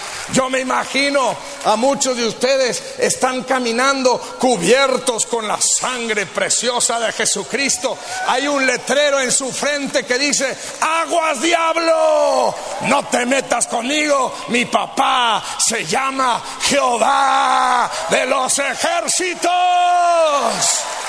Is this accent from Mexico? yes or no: yes; Mexico; Todos los que somos mexicanos aquí